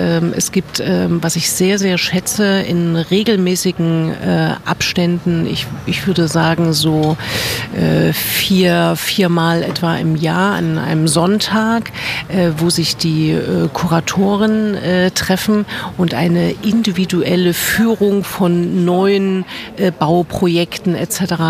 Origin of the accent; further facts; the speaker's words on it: Leipzig, Saxony, Germany; als Leipzigerin